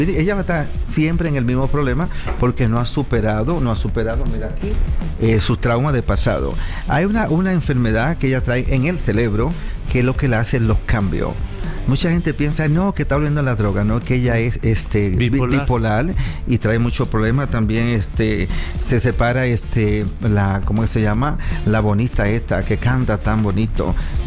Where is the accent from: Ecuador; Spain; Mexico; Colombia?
Mexico; no me le estén tirando tanto a mi niña mexicana, somos de México acá, tenemos que apoyar a nuestra angelita